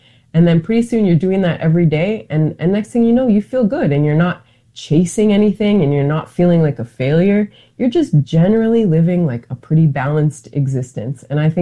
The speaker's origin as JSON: {"language": "English", "region": "Northern Plains", "country": "United States", "said": "So for example, I'm from the Northern Plains."}